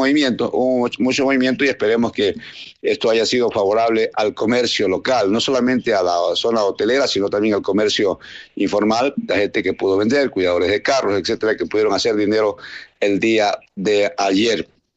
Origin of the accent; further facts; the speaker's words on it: Santa Ana, Manabí, Ecuador; now in Manta, Ecuador; ya se vienen las fiestas de mi pueblo, las fiestas del Cantón Santa Ana